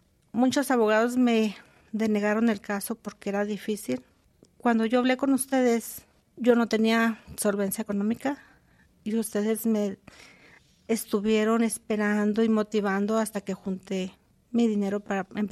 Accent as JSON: {"language": "Spanish", "town": "Namiquipa", "region": "Chihuahua", "country": "Mexico", "said": "Soy de el estado de Chihuahua, pero nací en el municipio de Santa Clara, Namiquipa."}